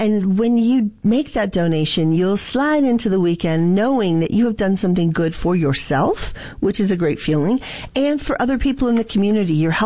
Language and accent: English; Colorado, United States; I'm originally from Colorado, so I've been grateful that NPR is covering a lot of the things that are happening in my home state as well